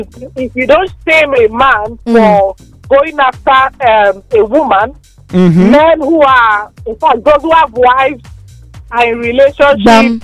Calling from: Abuja, Federal Capital Territory, Nigeria; I'm calling from Gwarimpa.

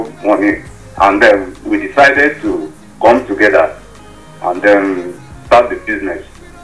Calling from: Abuja, Federal Capital Territory, Nigeria; I'm calling from Busa Abuja.

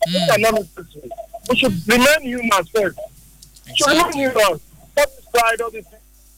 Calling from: Port Harcourt, Rivers, Nigeria; I'm calling from Port Harcourt.

